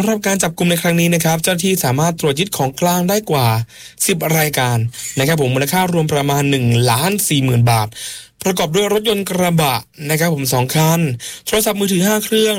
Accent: Phuket, Thailand; ผมก็เป็นจังหวัดภูเก็ตของเรานี่แหละครับ

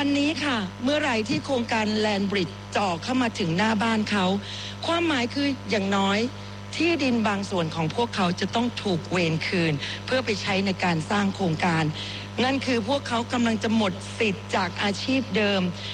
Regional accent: Phuket, Thailand; ดิฉันในฐานะชาวใต้คนหนึ่งจากจังหวัดภูเก็ต

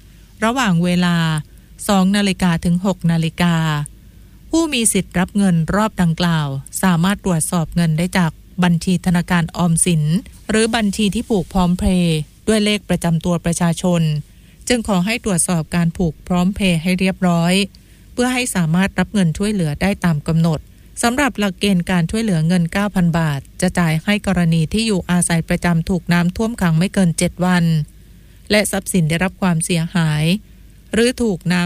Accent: Southern Thailand, Thailand; ในพื้นที่14จังหวัดภาคใต้ที่พวกเราชาวใต้สูญเสียโอกาสมาอย่างยาวนาน

